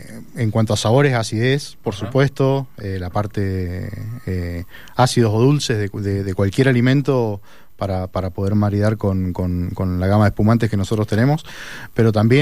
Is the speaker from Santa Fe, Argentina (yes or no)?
no; Tunuyán, Mendoza, Argentina; Sí, sí, vivo. Ajá. En Tunuyán, sí. Nacido y criado ahí